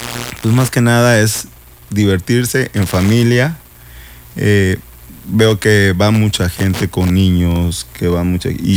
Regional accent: Mexico; nosotros que somos los mexicanos.

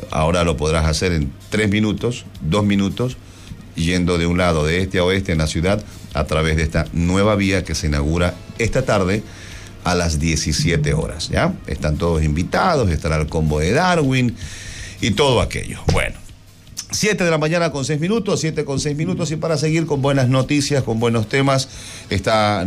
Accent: Portoviejo, Manabí, Ecuador; para los que somos de acá de Puerto Viejo

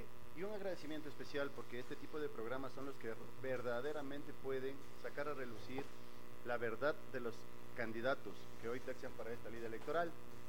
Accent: Ecuador; todos somos ecuatorianos

